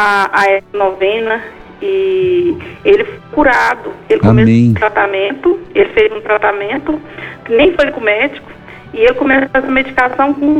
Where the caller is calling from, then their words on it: Goiânia, Goiás, Brazil; Eu falo de Goiânia.